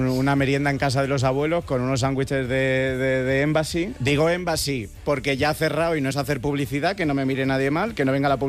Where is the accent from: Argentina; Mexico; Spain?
Spain; Evidentemente, siendo español y autónomo, no sé si tengo que explicar mucho más.